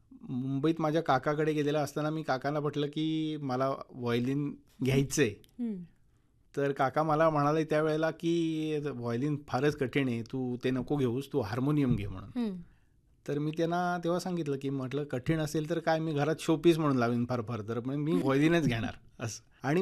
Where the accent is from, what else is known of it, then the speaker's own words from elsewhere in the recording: Maharashtra, India; also born or lived in Rajapur / Ratnagiri; मी दाहुलवल्ली माझं गाव